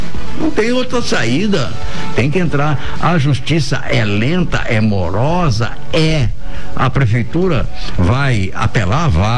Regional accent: Campo Grande, Mato Grosso do Sul, Brazil; also born or lived in Bandeirantes; eu sou de Bandeirantes, foi criado em Campo Grande, Potência, amo nossa cidade, eu digo aqui que constitui família aqui, me tornei profissional aqui, vou morrer aqui.

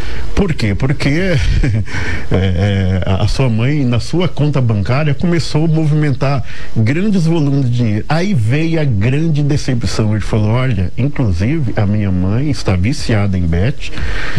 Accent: Mato Grosso, Brazil; now in Campo Grande, Brazil; sou mato-grossense

